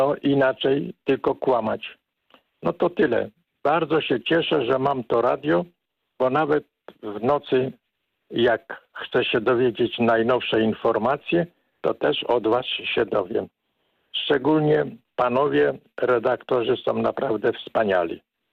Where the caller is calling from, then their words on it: Szczecin, West Pomeranian Voivodeship, Poland; A ja dzwonię ze Szczecina.